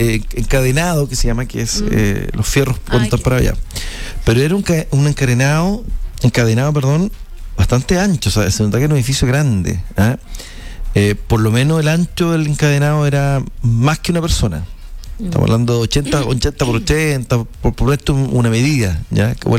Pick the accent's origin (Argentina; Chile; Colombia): Chile; uno como chileno vivió esto.